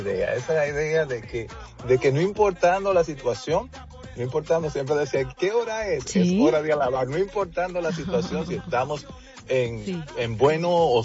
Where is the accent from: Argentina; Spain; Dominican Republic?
Dominican Republic; now in Chicago, United States; soy de hogar cristiano, soy hijo de pastores. Soy dominicano, aunque vivo aquí en Chicago, pero soy dominicano y mis padres todavía son pastores allá en la República Dominicana.